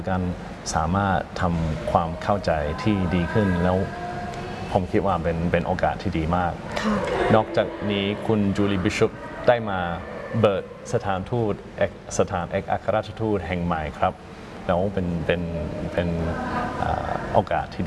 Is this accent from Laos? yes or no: no; Australia; Thai is a second language; now in Thailand; แต่ว่ารัฐบาลของออสเตรเลียเราต้องการให้นักการทูตพูดภาษาอื่นรวมถึงภาษาไทยด้